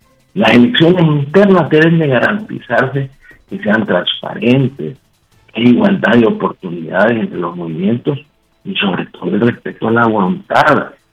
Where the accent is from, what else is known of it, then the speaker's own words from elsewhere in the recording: Honduras; somos todos los hondureños